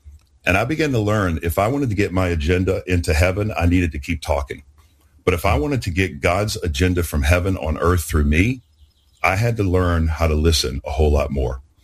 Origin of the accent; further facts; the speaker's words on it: New Orleans, Louisiana, United States; moved away; growing up in New Orleans